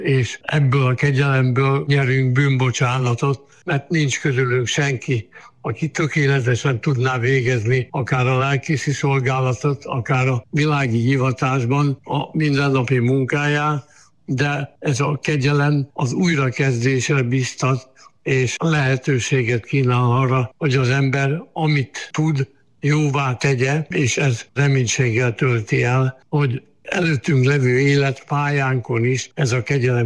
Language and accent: Hungarian; Lébény, Győr-Moson-Sopron, Hungary; moved away as an adult; also born or lived in Miskolc; én lébényi születésű vagyok Győr megyében.